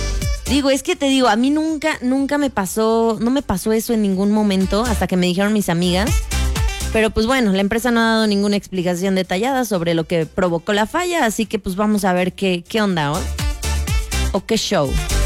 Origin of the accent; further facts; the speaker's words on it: Mexico; ya sabes cómo somos los mexicanos, y de todo hacemos un chistecillo, un pequeño chascarrillo.